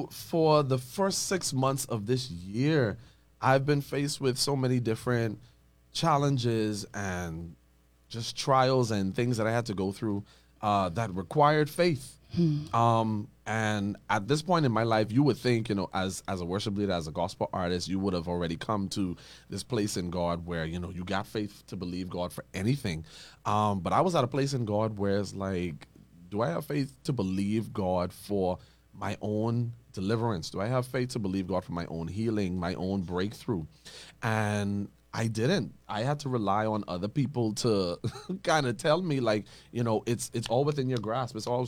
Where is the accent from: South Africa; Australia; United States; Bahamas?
Bahamas; Nassau, New Providence; moved away as an adult; Born and raised in Nassau, Bahamas. Came back home from school to get reacquainted with my island roots.